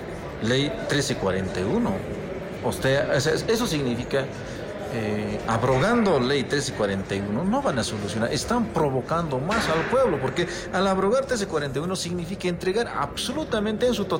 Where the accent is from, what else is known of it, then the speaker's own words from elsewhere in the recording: Bolivia; porque todos somos bolivianos. Seamos, independientemente tengamos identidades culturales, aymaras, quechos, guaraníes, blanco, mestizos, pero todos somos bolivianos.